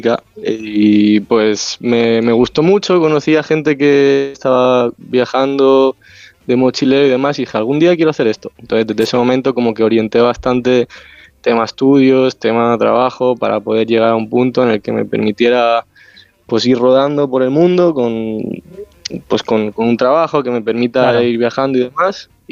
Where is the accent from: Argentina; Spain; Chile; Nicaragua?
Spain; Terrassa, Catalonia; Yo soy de Tarrasa.